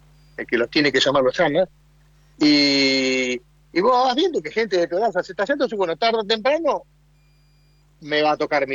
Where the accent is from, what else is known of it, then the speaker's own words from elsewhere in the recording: Argentina; moved away as an adult; now in China; el resto del tiempo en Argentina, donde nací, crecí.